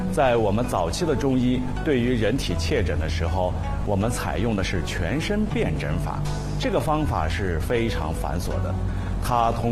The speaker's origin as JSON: {"language": "Chinese", "country": "China"}